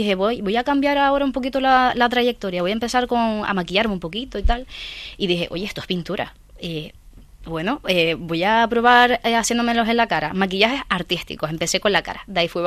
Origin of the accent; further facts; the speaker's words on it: Canary Islands, Spain; Soy de Fuerteventura y tengo 21 años